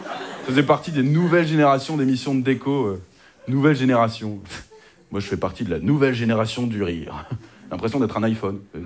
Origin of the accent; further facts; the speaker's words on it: Hauts-de-France, France; moi je suis du Nord-Pas-de-Calais, on fait pas ça chez vous